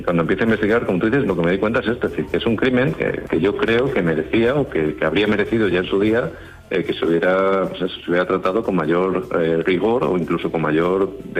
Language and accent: Spanish; Extremadura, Spain; Soy extremeño, como decías, de la Sierra de Gata